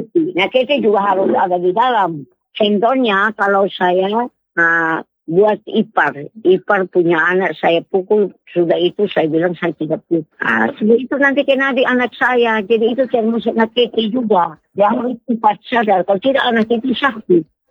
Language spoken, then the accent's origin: Indonesian; Eastern Indonesia, Indonesia; Kalau kami orang Timur, so itu denda paling berat.